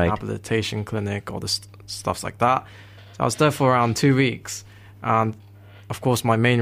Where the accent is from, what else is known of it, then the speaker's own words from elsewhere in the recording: South Korea; moved away; I'm originally from Korea.